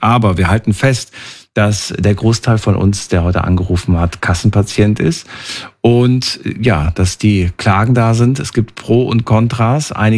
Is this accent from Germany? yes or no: yes; Germany; Aus Deutschland, ja. Mein Papa ist Slowake, okay. Aber ich bin in Deutschland geboren.